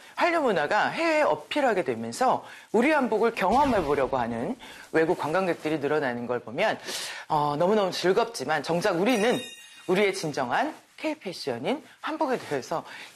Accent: South Korea; 우리는 한국 사람이죠.

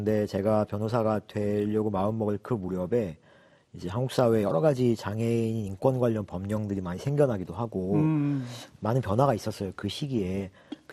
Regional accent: Gangneung, Gangwon, South Korea; 제가 강원도 강릉 출신인데요. 거기서도 또 되게 시골이어가지고

